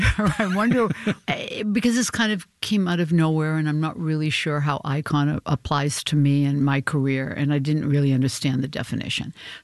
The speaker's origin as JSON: {"language": "English", "town": "Portland", "region": "Maine", "country": "United States", "tie": "born or raised there", "said": "No, there was a lot of I grew up Armenian in Portland, Maine."}